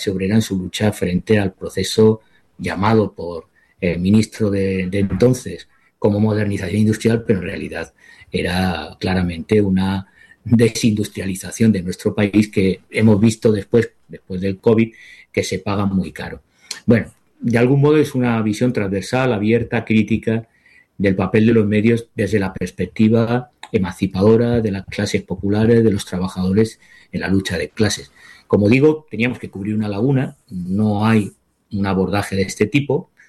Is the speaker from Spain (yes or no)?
yes; Spain